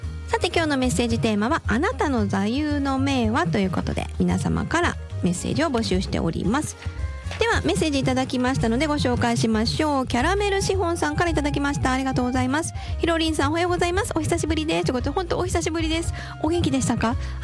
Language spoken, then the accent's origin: Japanese; Sakai, Osaka, Japan; moved away; 私もまあ、今は実家はないんですけれども、大阪の堺っていうところに住んでいて、柄が悪いとよく言われるんですけど、やっぱり堺のなんかやっぱり大阪でも場所によってちょっと微妙にニュアンスが違うんですよね。